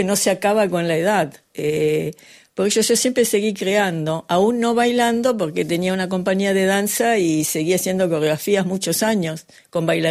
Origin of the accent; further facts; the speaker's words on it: Argentina; moved away as an adult; como argentina recién llegada.